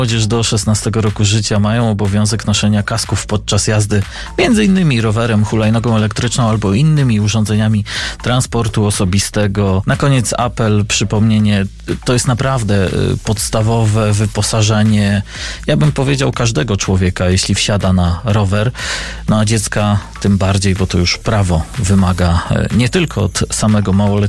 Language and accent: Polish; Kadzidło, Masovian Voivodeship, Poland; born or raised there